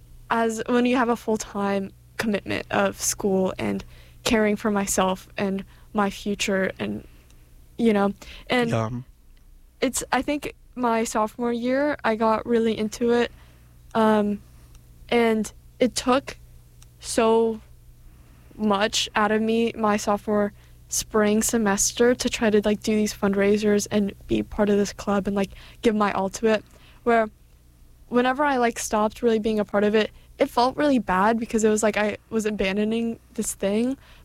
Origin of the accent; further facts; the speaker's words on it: Ukraine; now in Boston, United States; I'm from Ukraine